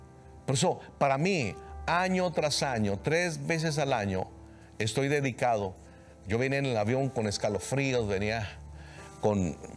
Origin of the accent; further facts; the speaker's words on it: Mexico; Pero yo soy de México, ¿ok? Y yo soy cristiano, soy evangélico